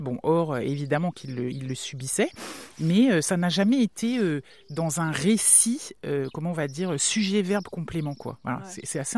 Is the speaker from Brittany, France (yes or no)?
yes; Saint-Coulitz, Brittany, France; En vrai, je viens de Saint-Coulis. Oui, mais t'es né où ? À Brest.